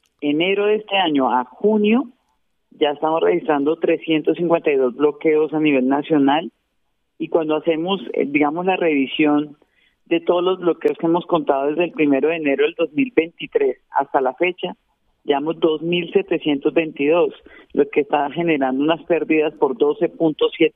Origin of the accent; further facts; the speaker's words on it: Barranquilla, Atlántico, Colombia; yo me crié en Barranquilla toda mi vida.